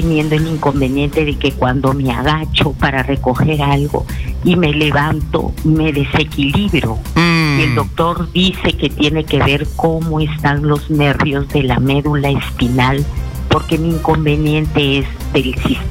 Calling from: Lambayeque, Peru; Hablo desde Lambayeque

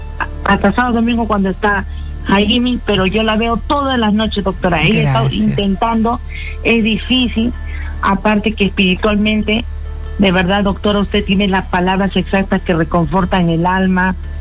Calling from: Ate, Lima, Peru; Desde ATE, doctora.

